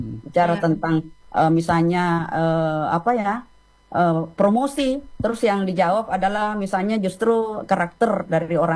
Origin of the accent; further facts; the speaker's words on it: South Sulawesi, Indonesia; accent: Bugis; saya maaf pakai logat Bugis ya.